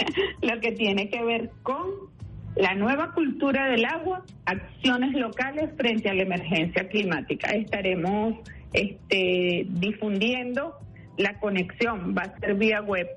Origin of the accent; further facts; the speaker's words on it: Venezuela; nosotros como venezolanos y venezolanas debemos sentirlo y hacerlo sentir de esa manera.